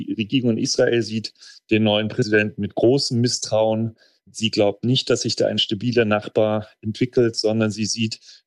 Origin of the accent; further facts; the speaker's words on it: Germany; ich als Deutscher sehe seit Jahren, wie schwierig es ist, in Deutschland eine Bahnstrecke zu bauen